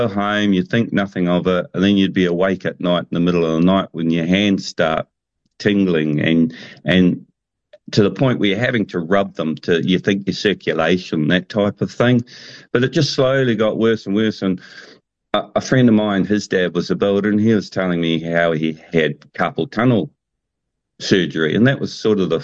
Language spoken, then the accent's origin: English; Gisborne, New Zealand; Because I grew up on the East Coast in Gisborne, and back then there was no such things as using, like nowadays, all your equipment that you've got and your tools available to you